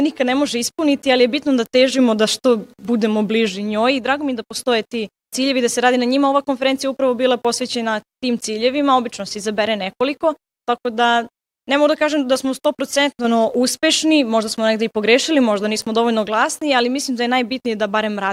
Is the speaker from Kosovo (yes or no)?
no; Serbia; Naprimjer, ja sam iz Srbije i recimo kod nas nema mnogo ljudi islamske vjeroispovesti